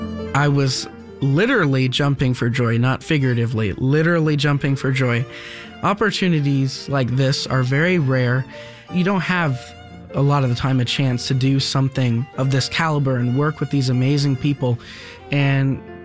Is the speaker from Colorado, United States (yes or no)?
no; Lake Worth, Florida, United States; from Lake Worth, Florida, and today I'll be performing the last movement of the Brahms F minor sonata